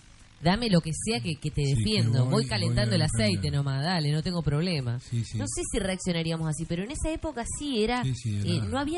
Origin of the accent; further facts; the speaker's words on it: Entre Ríos, Argentina; now in Concepción del Uruguay, Argentina; Para nosotros que somos de la Entre Ríos un poco más profunda